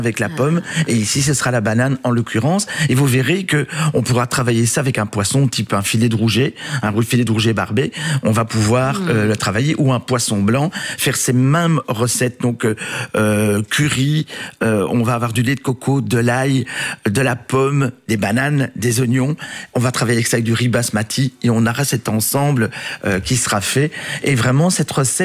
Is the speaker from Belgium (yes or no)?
yes; Wallonia, Belgium; notre culture qu'on adore chez nous en Wallonie.